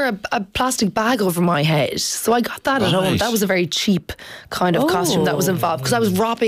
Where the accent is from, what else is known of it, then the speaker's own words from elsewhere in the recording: Limerick, Munster, Ireland; I'm from Limerick